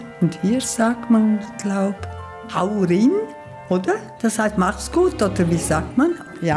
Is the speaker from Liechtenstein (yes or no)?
yes; Liechtenstein; now in Möser, Germany; Seit 11 Jahren wohne ich in Möser und eigentlich komme ich aus Liechtenstein.